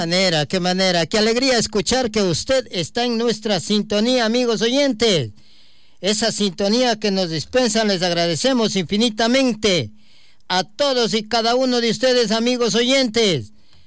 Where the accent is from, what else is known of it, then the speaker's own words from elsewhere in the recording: Ecuador; para todos los que somos ecuatorianos